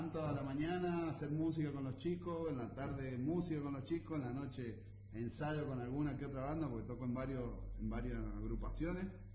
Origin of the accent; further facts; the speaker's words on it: Villa Atuel, Mendoza, Argentina; now in San Rafael, Argentina; empecé a tocar folclore hasta que me vine a vivir acá, a San Rafael. Yo soy de Villatuel.